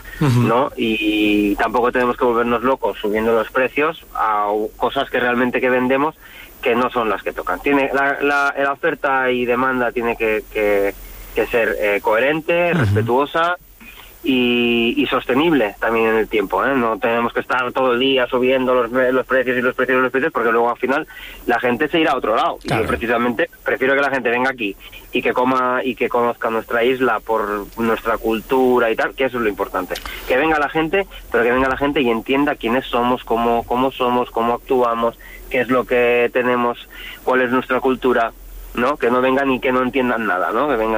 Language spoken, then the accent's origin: Spanish; Balearic Islands, Spain; me siguen diciendo que si soy de Mallorca. Claro. Digo, no, que soy de Menorca.